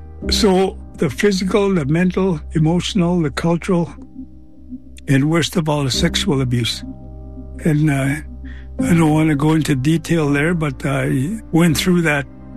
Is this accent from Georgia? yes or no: no; Ermineskin Cree Nation, Alberta, Canada; born there; I was born on the Erminskin Cree Nation and was raised by my grandparents until I was taken to residential school when I was 6 years old.